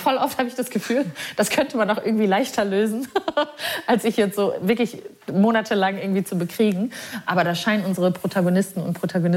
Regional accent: Neukirchen-Vluyn, North Rhine-Westphalia, Germany; moved away; Also Neukirchen-Flüen, da wo ich aufgewachsen bin, ist wirklich sehr klein, sehr provinziell.

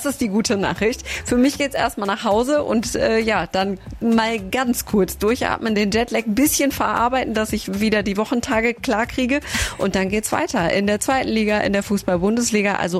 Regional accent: Germany; wir kommen aus Deutschland

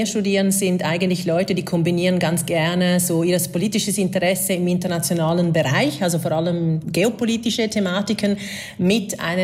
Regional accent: Venice, Veneto, Italy

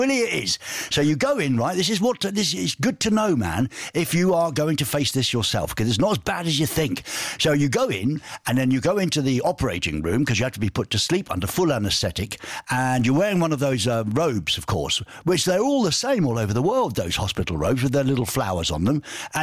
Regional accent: England, United Kingdom; You know, I'm an Englishman.

